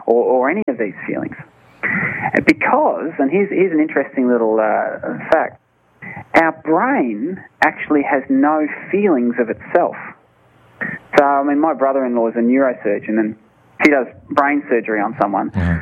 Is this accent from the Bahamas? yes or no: no; Australia; I, being an Australian